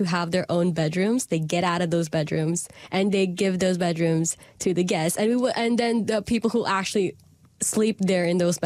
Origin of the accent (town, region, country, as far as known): Philippines